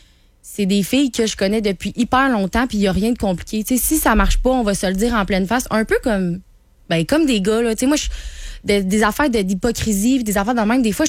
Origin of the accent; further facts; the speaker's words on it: Quebec City, Quebec, Canada; Moi, j'ai grandi à Beauport.